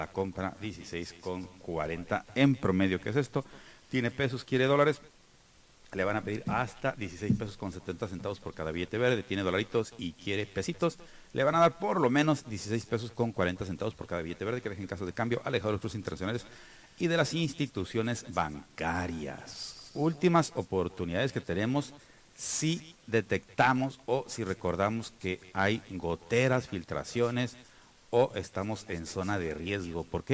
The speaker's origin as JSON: {"language": "Spanish", "town": "Tijuana", "region": "Baja California", "country": "Mexico", "said": "Para quienes somos de Tijuana y conocemos aquel lado, ya sabemos dónde las 5 esquinas."}